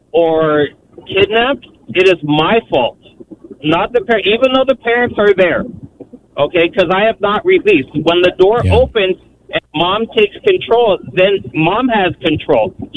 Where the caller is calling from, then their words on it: California, United States; So I am a school bus driver in California.